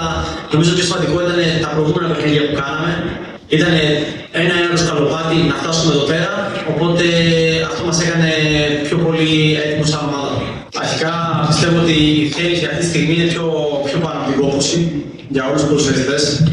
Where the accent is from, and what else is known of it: Northern Greece, Greece; born or raised there